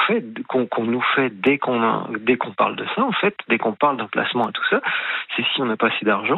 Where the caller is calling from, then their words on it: Bourgogne-Franche-Comté, France; moi, je suis sur le Jura.